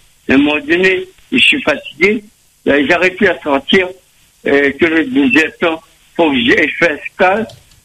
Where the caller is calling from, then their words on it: Saint-André, Réunion; Non, j'habite à Saint-André.